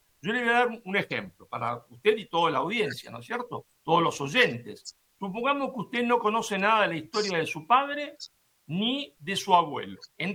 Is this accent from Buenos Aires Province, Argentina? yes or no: no; Rosario, Santa Fe, Argentina; La saludo desde mi ciudad natal de Rosario, en Argentina, del otro lado del Océano Atlántico.